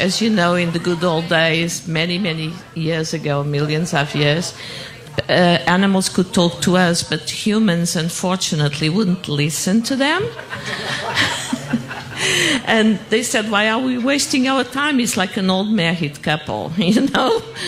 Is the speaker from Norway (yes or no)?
yes; Norway